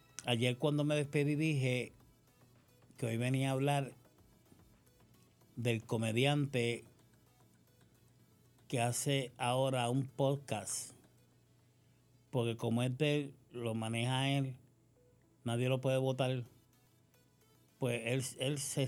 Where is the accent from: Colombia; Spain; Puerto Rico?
Puerto Rico; Yo, como muchos puertorriqueños